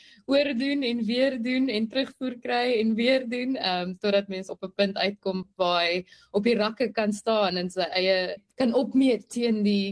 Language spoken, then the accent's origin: Afrikaans; Lichtenburg, North West, South Africa; moved away as an adult; also born or lived in Pretoria; Ek is 'n meisie uit die Noordwes uit, so ek het in 'n klein dorpie met die naam van Lichtenburg groot geword, voordat ek gaan studeer het in Pretoria.